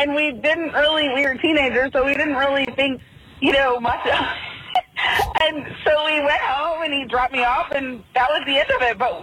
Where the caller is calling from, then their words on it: Ohio, United States; where we lived in Ohio, and Northwest Ohio